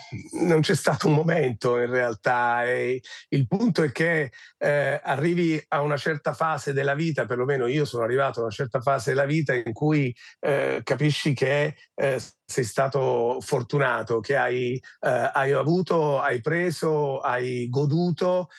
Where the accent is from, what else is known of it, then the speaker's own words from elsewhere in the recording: Taranto, Apulia, Italy; moved away as an adult; now in Florence, Italy; sono originario di Taranto